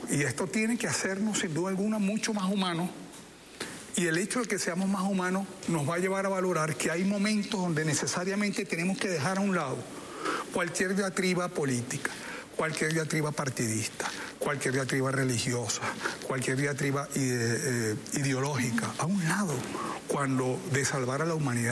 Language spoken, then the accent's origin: Spanish; Caracas, Capital District, Venezuela; gran parte de los caraqueños, volvimos y digo de los caraqueños